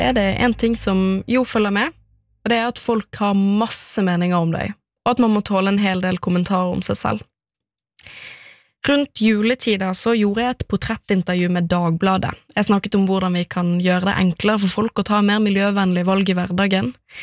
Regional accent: Bergen, Vestland, Norway; Men jeg føler meg stort sett som en hvilken som helst annen ungdom, spesielt når jeg er hjemme i Bergen sammen med familien eller med vennegjengen.

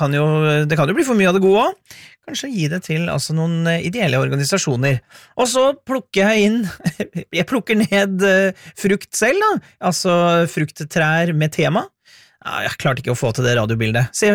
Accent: Hamar, Innlandet, Norway; Jeg kommer jo fra Hamar, og der har vi jo et veldig kjent vikingskip.

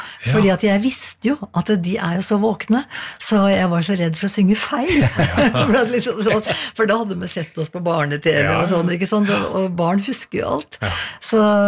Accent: Toten, Innlandet, Norway; accent: Totning; moved away as an adult; jeg hadde jo bodd på Toten hele mitt liv

